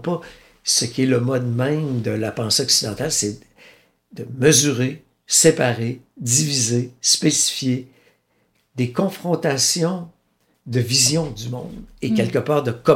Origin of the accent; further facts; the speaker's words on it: Wendake, Quebec, Canada; Ah, par exemple, chez nous, à Wendake, on défend beaucoup la présence de Zacharie Théarolin-Vincent comme un pionnier version Beaux-Arts au 19e siècle.